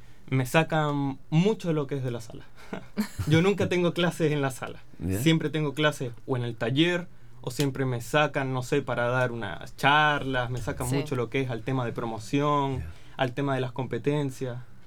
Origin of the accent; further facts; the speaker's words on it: Linares, Maule, Chile; Yo soy acá también de Linares.